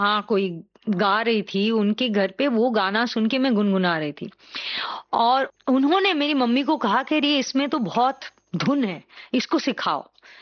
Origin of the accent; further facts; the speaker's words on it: Delhi, India; दिल्ली में उस माहौल में मैं पली बड़ी, जहाँ मंडी हाउस और जो